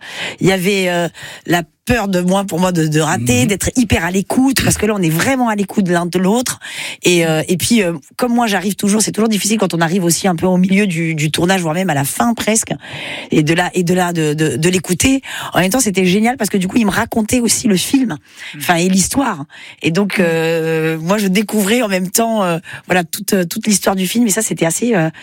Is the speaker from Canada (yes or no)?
no; Anduze, Occitanie, France; moi je viens d'Anduze, donc je vais dire Anduze, moi j'adore, mais j'aime bien toute cette région, moi j'adore le Gard